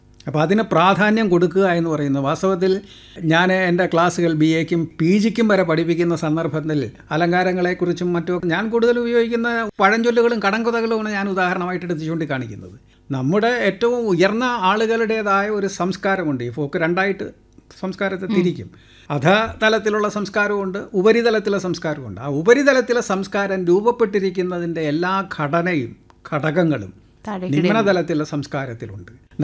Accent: Kerala, India; അപ്പോൾ അത്തരം ഒരു സംഘത്തിൽ മലയാളി എന്ന നിലയിൽ ഞാൻ ഉൾപ്പെട്ട് നിൽക്കുകയാണ്.

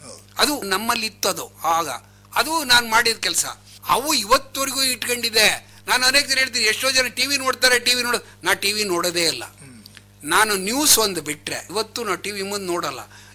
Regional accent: Shivamogga, Karnataka, India

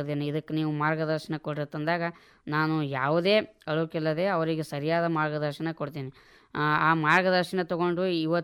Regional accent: Vijayapura, Karnataka, India; ನಮ್ಮ ವಿಜಯಪುರ ಸ್ಮಾರಕಗಳ ನಗರಿ ಅಂತ ಹೇಳ್ಬೋದು.

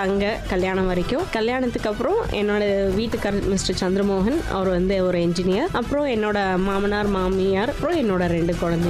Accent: Tirupattur district, Tamil Nadu, India; moved away as an adult; also born or lived in Coimbatore / Hyderabad / abroad; now in Madurai, India; என்னோட சொந்த ஊர் வந்து திருப்பத்தூர் மாவட்டம்ல தாதனவலசின்ற ஒரு கிராமம். திருப்பத்தூர்ல இருந்தா ஸ்கூலிங் எல்லாமே, அப்புறம் காலேஜ் வந்து கோயம்புத்தூர் பிஎஸ்ஜில தான் காலேஜ் முடிச்சது. அதுக்கப்புறம் ஒர்க்காக ஹைதராபாத் கொஞ்சம் வருஷம் இருந்தேன்.

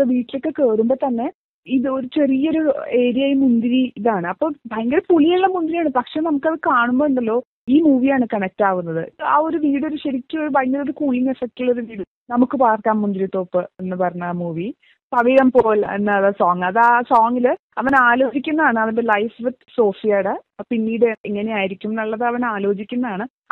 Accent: Ernakulam, Kerala, India; ഞാൻ എറണാകുളം സ്വദേശിനിയാണ്.

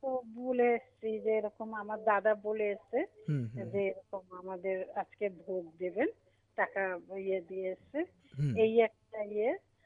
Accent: West Bengal, India; born there; now in Siliguri, India; আমি কলকাতার ওদিককার মেয়ে।

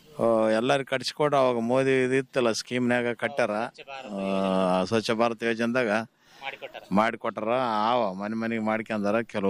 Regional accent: Hanumadoddi, Karnataka, India

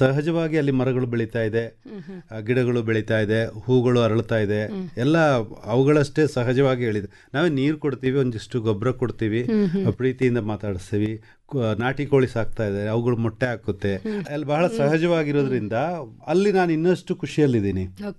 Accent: Kodagu, Karnataka, India; moved away; ಯಾಕಂದ್ರೆ ನಾವು ಕೊಡಗಲ್ಲಿ ಇದ್ದಿತ್ತು

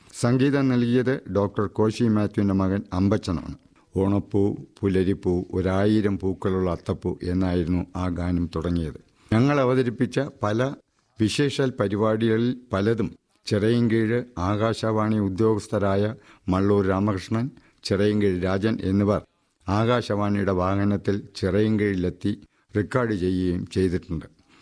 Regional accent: Chirayinkeezhu, Kerala, India

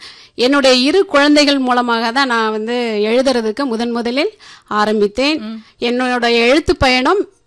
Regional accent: Valparai, Tamil Nadu, India; நான் பிறந்து வளர்ந்ததெல்லாம் வால்பாறை பக்கத்தில் இருக்கிற ஷேக்கில் முடி அப்படிங்கிற எஸ்டேட்ல தான் பிறந்து வளர்ந்தேன்.

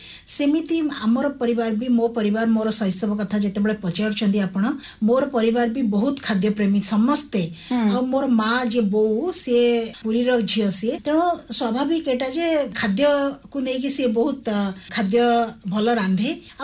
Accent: Cuttack, Odisha, India; ଆଉ ମୁଁ ଯେହେତୁ କଟକର ଝିଅ, କଟକରେ ଆମର ବାଦାମବାଡ଼ିରେ ଘର

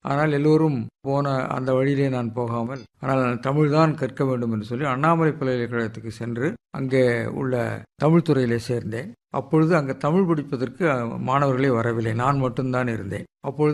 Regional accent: Koduvai, Tamil Nadu, India; நான் இன்றைக்கு திருப்பூர் மாவட்டம் என்று அழைக்கப்படுகிற பகுதியிலே உள்ள கொடுவா என்ற ஒரு சிற்றூரிலே பிறந்தேன்.

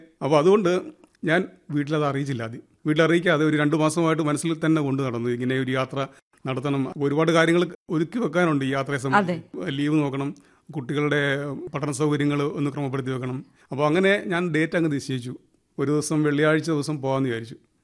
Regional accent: Evoor, Kerala, India; എന്റെ സ്വദേശം ഏവൂരാണ്, കായംകുളത്തിന് 7 കിലോമീറ്റർ വടക്കുമാറിയാണ് സ്ഥലം.

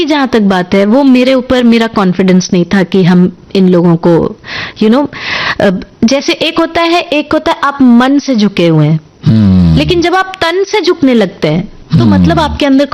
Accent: Bihar, India; अरे भाई, हम बिहार से हैं तो हम अंग्रेजी में भी बात कर सकते हैं.

